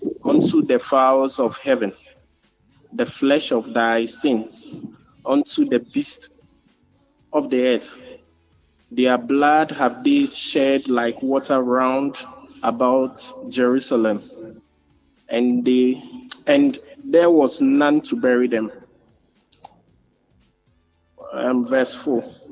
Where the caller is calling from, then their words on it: Ofirikrom, Ghana; calling from Ofirikrom.